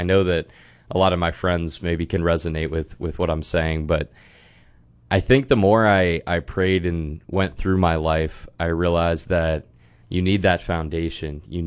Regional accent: Sudbury, Massachusetts, United States; So I'm from just outside of Boston. I grew up in Sudbury, Massachusetts, with my younger sister, Mary, and my two parents, Claire and Paul.

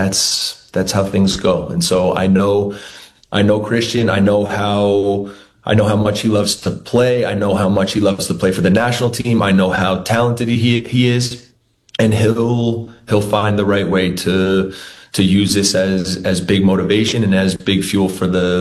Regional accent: Princeton, New Jersey, United States; born there; I was born in Princeton, New Jersey. My dad was head coach at Princeton University at that time.

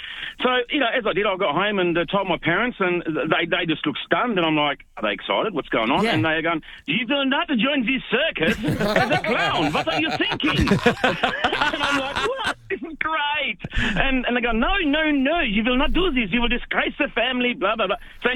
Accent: Germany; accent: German; English is a second language; And yes, this opportunity came up, and back then I still had my German accent and whatever else.

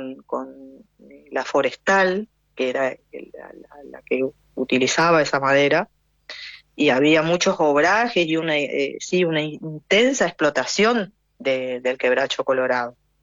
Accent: Chaco, Argentina; born there; Nací en la provincia del Chaco.

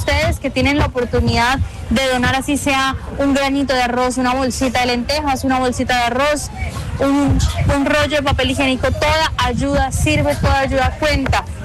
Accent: Bucaramanga, Santander, Colombia; nosotros, hermanos de Bucaramanga, hermanos santanderianos, hermanos del área metropolitana

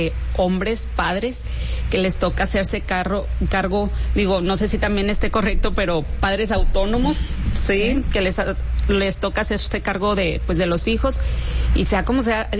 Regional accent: Ramos Arizpe, Coahuila, Mexico; soy nacida en Ramos Arizpe, sé desde niña, he venido conociendo porque me ha tocado vivir con ciertas carencias que se viven pues en el municipio

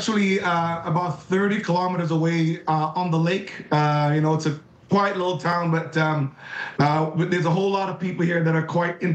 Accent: Jamaica; born there; I think that I was born in Jamaica. And so in Jamaica, when you're in grade one, grade two, what track and field is the standard.

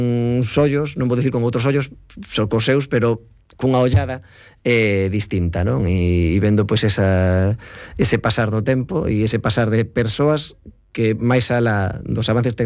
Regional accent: Allariz, Galicia, Spain; como son de Allariz por barrer para casa, porque non quero ofender a ninguén de Pereiro.

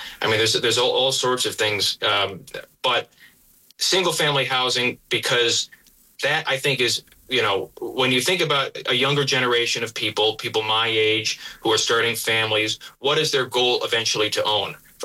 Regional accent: Lyons, United States; born or raised there

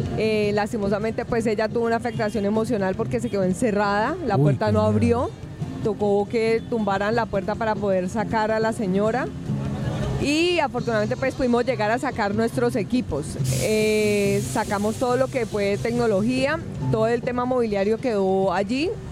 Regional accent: Cali, Valle del Cauca, Colombia

